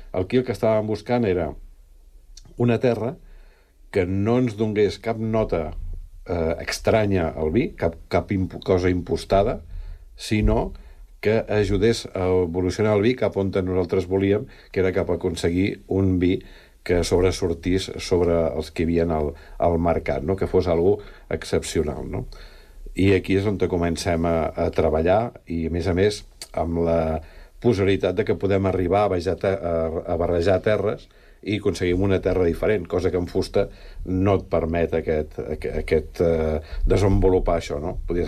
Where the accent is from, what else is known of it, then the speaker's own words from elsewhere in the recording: Catalonia, Spain; Soc fill del Penedès, la família estava vinculada al món del vi, l'avi era pagès, feia vi.